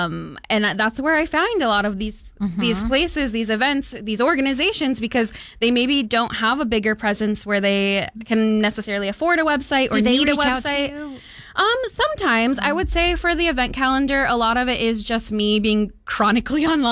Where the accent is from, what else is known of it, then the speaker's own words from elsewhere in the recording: Tucson, Arizona, United States; growing up in Tucson, I thought there was nothing to do in Tucson.